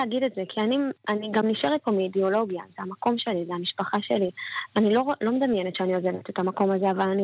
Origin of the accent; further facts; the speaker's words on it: Kiryat Shmona, Northern District, Israel; born there; אני נולדתי פה. אני נולדתי פה.